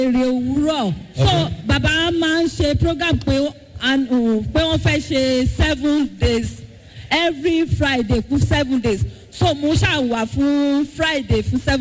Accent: Lagos, Nigeria; Ni mo ma wa lati Eko ni mo ti wa

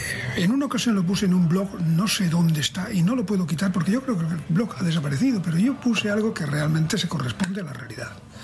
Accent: Cantabria, Spain; born there; Yo, en cierto modo, soy cántabro de nacimiento, pero por alguna casualidad mística, soy gallego de espíritu.

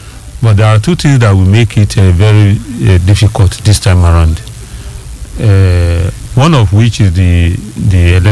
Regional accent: Ibadan, Oyo, Nigeria; And I attended primary and secondary school here in Ibadan.

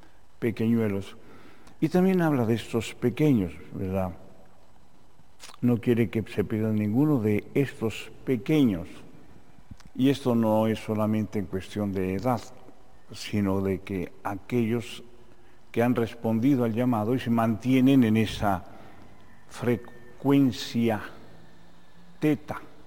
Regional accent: Mexico City, Mexico; born there; por la San Juan de Aragón y Casa Alemán, donde yo nací

